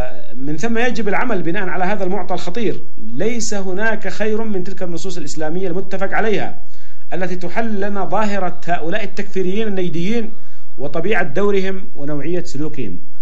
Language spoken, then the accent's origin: Arabic; Syria; هم ينشئونهم عندنا في سوريا عندنا بعيد عن أوطانهم